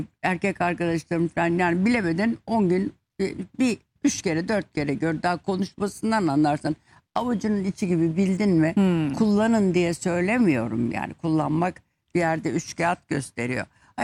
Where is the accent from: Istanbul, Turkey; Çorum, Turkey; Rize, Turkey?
Istanbul, Turkey; born there; O da bizimle Hı oturuyordu hı. İstanbul'da.